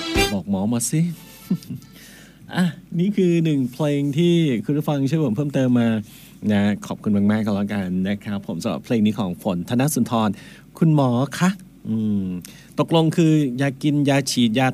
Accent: Isan, Thailand; ผมเป็นคนอีสานเนาะ

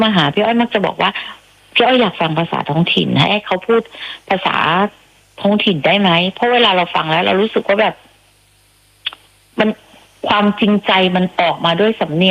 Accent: Southern Thailand, Thailand; accent: southern Thai; เป็นคนใต้เนี่ย … ก็พูดออกทองแดงเพราะว่า … ไม่ได้อยู่ใต้ตลอดเวลา

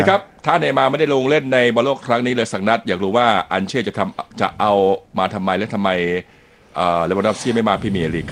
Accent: Isan, Thailand; เพื่อนผมเนี่ยเพื่อนผมอยู่จังหวัดตรังคือเราอ่ะเป็นคนอีสาน

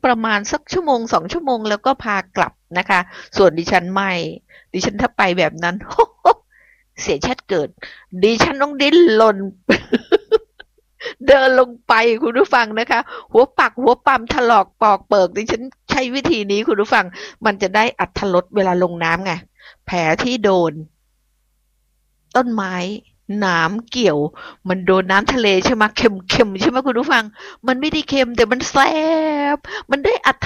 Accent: Phuket, Thailand; ลำดับที่5นั่นคือจังหวัดบ้านเกิดของดิฉันภูเก็ต

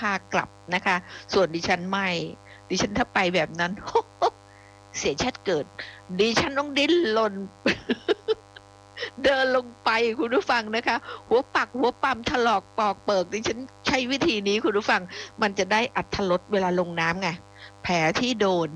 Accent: Phuket, Thailand; born or raised there

